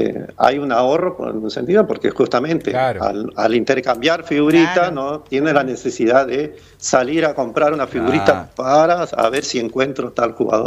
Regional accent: Santa Elena, Entre Ríos, Argentina; nosotros que somos de Santa Elena

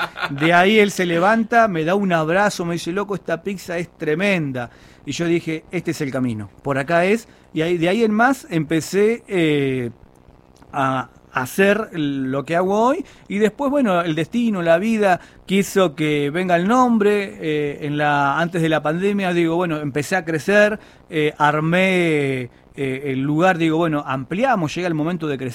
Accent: Puerto Almanza, Tierra del Fuego, Argentina; yo vengo de Puerto Almanza, el pueblo más austral de la República Argentina

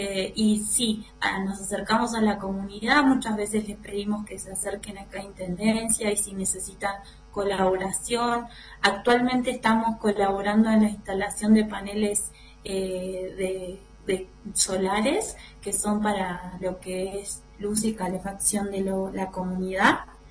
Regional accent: Patagonia, Argentina; moved away as an adult; also born or lived in Misiones; now in Puna, Jujuy, Argentina; He vivido en todos lados y lo que pasa es que a mí me tiran mis raíces, yo soy bosque andino patagónica.

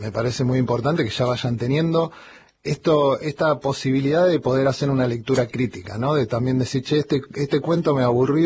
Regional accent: Buenos Aires Province, Argentina; born or raised there; also born or lived in Mendoza; now in Buenos Aires, Argentina

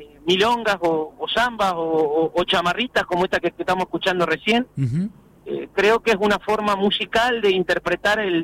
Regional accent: Nahuel Rucá, Buenos Aires Province, Argentina; yo soy oriundo de Nahuel Rucá, pero de una estancia que lleva el mismo nombre que la localidad, que la estación, y bueno, nací en ambiente rural, ¿no? En una estancia de ese nombre

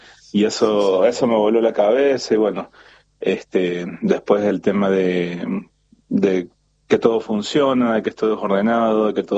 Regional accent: Argentina; moved away as an adult; now in Toronto, Canada; Somos muchos argentinos, muchísimos, más acá también en Toronto, en lo que es Ontario.

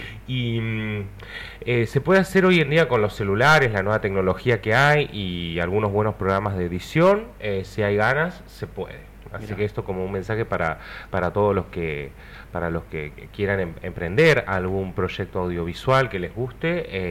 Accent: Río Gallegos, Santa Cruz, Argentina; also born or lived in Córdoba; yo empecé acá en el 2000, yo soy de acá de Río Gallegos

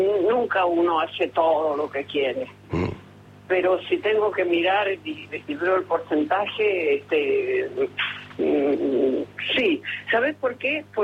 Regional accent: Buenos Aires, Argentina; also born or lived in Mar del Plata; No, me fui muy temprano, así que soy porteña, digamos.

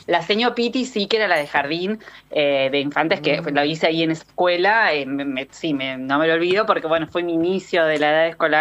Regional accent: Federal, Entre Ríos, Argentina; Pero nosotros en la Maximio Saba Victoria de Federal Entre Ríos, donde yo nací y me crié, teníamos la campana también al principio.

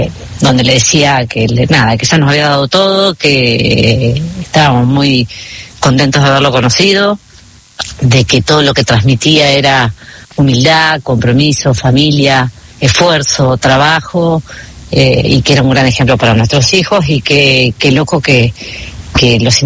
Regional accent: Santa Rosa, La Pampa, Argentina; moved away as an adult; now in Fort Lauderdale, United States; Estamos viviendo con mi familia en Fort Lauderdale. Somos cuatro, somos de Santa Rosa.

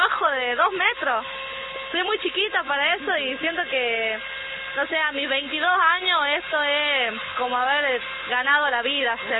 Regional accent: La Rioja, Argentina

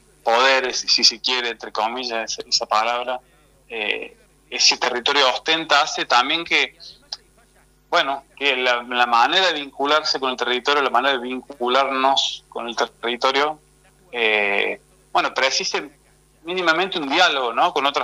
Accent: Córdoba, Argentina; accent: Cordoban; nuestras palabras, nuestra tonada como cordobeses, sobre bueno, las lenguas supuestamente perdidas.

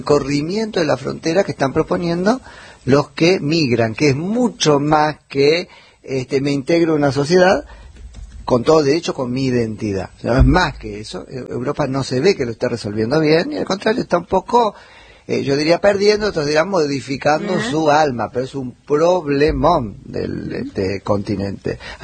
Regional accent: Argentina; lo que somos los argentinos

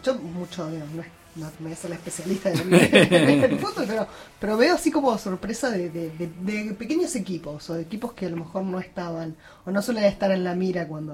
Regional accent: Paraguay; Vos bien lo dijiste hace un rato, somos todos paraguayos.

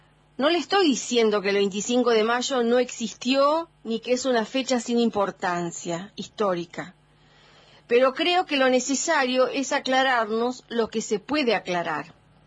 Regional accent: Argentina; Es entonces nuestro deber, como argentinos, releerla mejor.

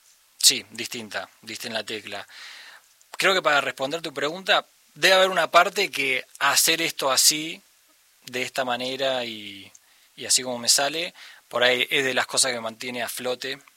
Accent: Argentina; born there; first language Spanish; nací hablando los dos a la par, o sea, soy muy bilingüe. Pero lo que pasó es cuando vine a Argentina, cuando tenía 6 años, se dio vuelta así rotundamente. Y hoy por hoy, sí, el español es mi primer idioma.

